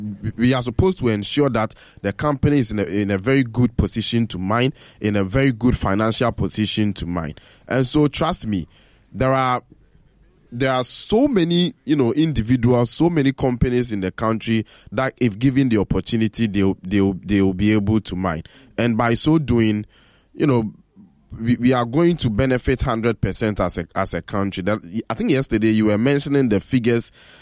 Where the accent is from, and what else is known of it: Ghana